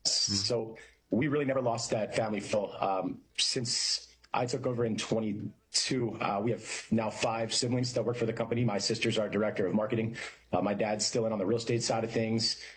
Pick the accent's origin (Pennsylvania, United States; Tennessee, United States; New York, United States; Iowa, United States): Pennsylvania, United States; Malvern; I am the youngest of two. We grew up in Malvern in Berwyn, Pennsylvania.